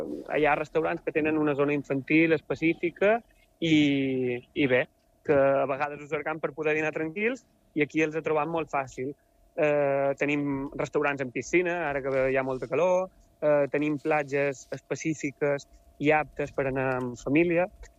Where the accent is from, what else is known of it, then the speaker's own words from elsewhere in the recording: Menorca, Balearic Islands, Spain; now in Mallorca, Spain; Jo sóc de Menorca i és mig mallorquina, mig menorquina, tot i que jo sóc resident aquí a Mallorca de fa uns anys.